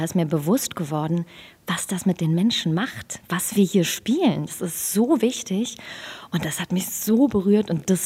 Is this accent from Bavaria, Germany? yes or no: no; Berlin, Germany; accent: Berlinerisch; ich bin in Hellersdorf aufgewachsen. Mein Vaters Seite, die sind alle Berliner. Also das ist in Blut, in meinem Blut drin